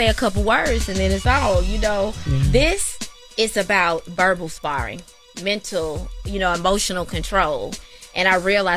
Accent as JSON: {"language": "English", "town": "Memphis", "region": "Tennessee", "country": "United States", "said": "Yeah, and then I'm from Memphis. Like we're like, you know, no nonsense."}